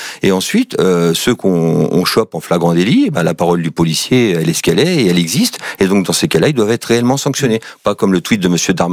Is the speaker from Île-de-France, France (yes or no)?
yes; Île-de-France, France; Je suis issu de Seine-Saint-Denis, du 93. Mes parents y habitent toujours dans des cités HLM.